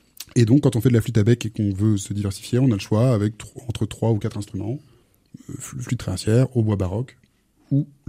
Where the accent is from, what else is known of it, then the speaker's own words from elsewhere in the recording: Tours, Centre-Val de Loire, France; Julie, tous les deux, on est de Tours.